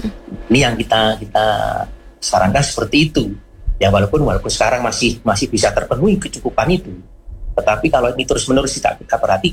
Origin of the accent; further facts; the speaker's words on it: Batu, East Java, Indonesia; kita warga Batu